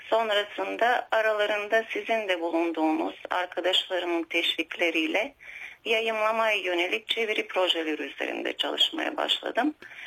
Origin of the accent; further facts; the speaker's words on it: Kardzhali, Kardzhali Province, Bulgaria; Turkish is a second language; moved away as an adult; now in Istanbul, Turkey; doğup büyüdüğüm ülkemin dinleyicileriyle bir arada olmak